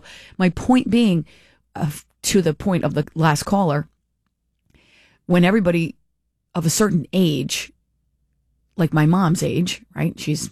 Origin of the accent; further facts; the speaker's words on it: Warwick, Rhode Island, United States; we grew up in Warwick, the next generation.